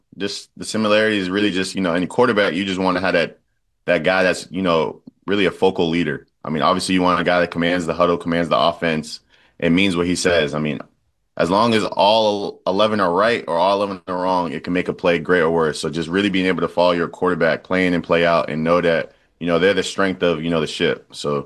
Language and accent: English; Boston, Massachusetts, United States; born or raised there; now in New York, United States